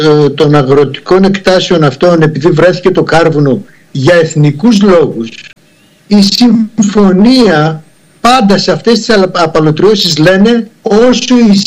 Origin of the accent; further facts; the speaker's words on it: Aousa, Western Macedonia, Greece; γιατί βλέπετε η καταγωγή μου είναι από την Άουσα, είναι πολύ κοντά στην Πτολεμαΐδα και έχω μεγάλη οικογένεια και στην Πτολεμαΐδα.